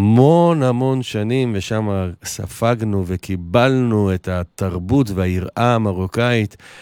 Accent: Netanya, Central District, Israel; גם אני גדלתי בבית כנסת מרוקאי כזה, הם הבנים בנתניה, אבי זכרו לברכה, היה הגבאי של בית הכנסת הזה המון המון שנים, ושם ספגנו וקיבלנו את התרבות והיראה המרוקאית.

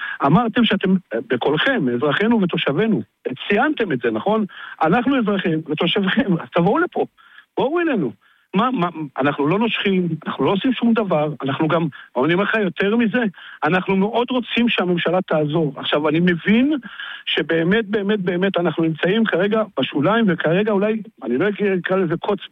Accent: Zar'it, Northern District, Israel

